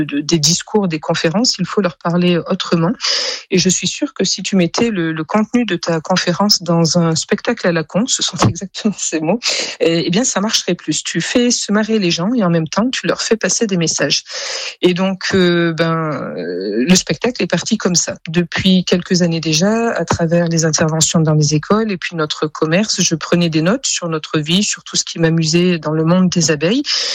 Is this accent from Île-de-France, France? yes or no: no; Auvergne-Rhône-Alpes, France; Alors, je viens de Haute-Loire, à côté du Puy-en-Velay.